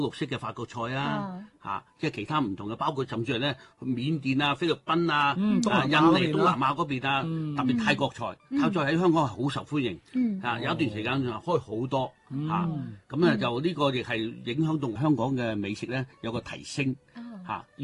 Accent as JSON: {"language": "Cantonese", "town": "Guangzhou", "region": "Guangdong", "country": "China", "said": "我哋廣州人咧，佢唔係好注重嗰個"}